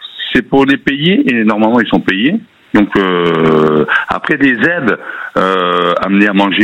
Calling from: Occitanie, France; J'habite à Maine, à côté de Lédenon.

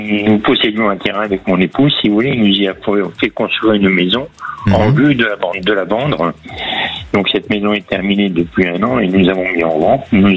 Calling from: Hauts-de-France, France; Du Pas-de-Calais.

